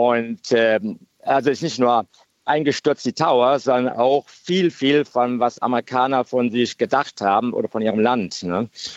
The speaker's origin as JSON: {"language": "German", "country": "Germany", "also_born_or_lived": "California, United States / southeastern US", "moved": "as an adult", "said": "Als Deutsche war man natürlich immer noch ganz anders im Ansehen"}